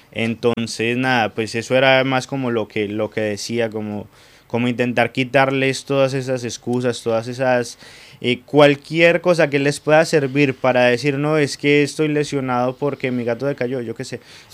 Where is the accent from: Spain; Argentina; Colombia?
Colombia; yo me crié en Colombia jugando en tierra, que las canchas ni siquiera estaban niveladas